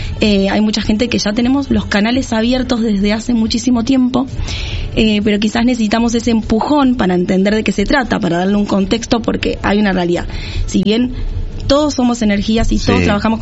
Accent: Punta Alta, Buenos Aires Province, Argentina; also born or lived in Bahía Blanca; soy de Punta Alta.

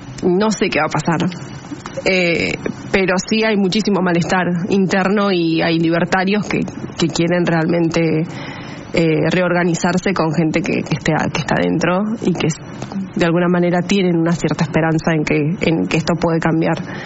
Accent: Las Heras, Mendoza, Argentina; Exactamente, en Las Heras.

